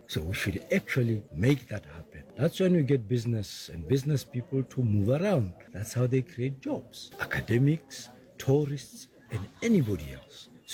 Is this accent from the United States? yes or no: no; Botswana; I come from Botswana. I've experienced that thing firsthand.